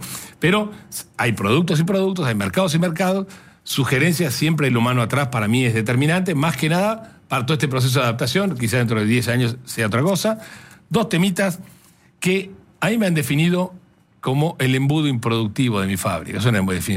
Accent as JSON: {"language": "Spanish", "region": "Buenos Aires", "country": "Argentina", "moved": "yes", "lives_now": "La Plata, Argentina"}